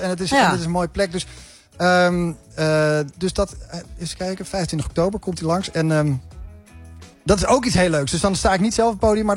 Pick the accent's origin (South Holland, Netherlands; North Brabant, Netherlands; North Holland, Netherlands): North Holland, Netherlands; Haarlem; Nou, Haarlem is toevallig mijn thuisstad.